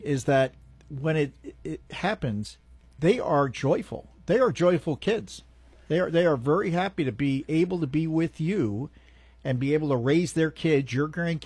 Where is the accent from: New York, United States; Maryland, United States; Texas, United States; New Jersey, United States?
New Jersey, United States; You see, because the Jersey attitude, okay, because I'm from Jersey, right?